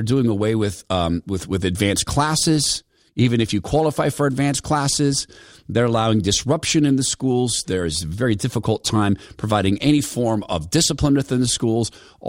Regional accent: Spokane, Washington, United States; You know, I grew up in Spokane, Washington

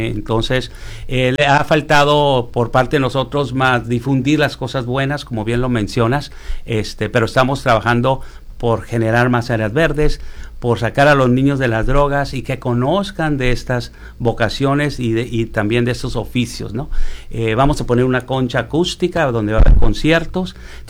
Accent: Tijuana, Baja California, Mexico; Yo, siendo tijuanense de 3 generaciones y comprometido con la ciudad

